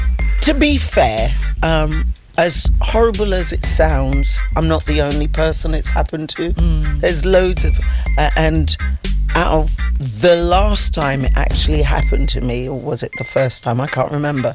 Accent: London, United Kingdom; We're going to go back home because we're from West London. We're going to go back home.

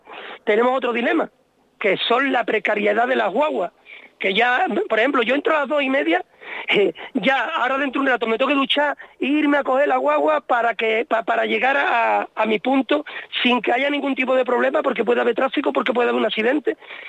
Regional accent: Seville, Andalusia, Spain; also born or lived in Ibiza; Mira, yo me he criado en Sevilla, pero nací en Ibiza.

